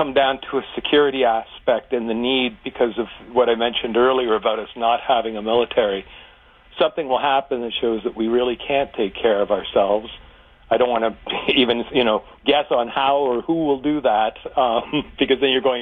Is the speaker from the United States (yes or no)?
no; Canada; born there; I just feel so lucky to have been born here and to be a citizen.